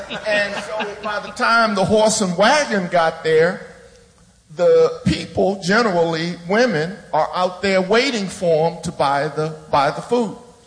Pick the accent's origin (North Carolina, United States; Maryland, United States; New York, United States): Maryland, United States; Baltimore; I grew up in housing projects in Baltimore.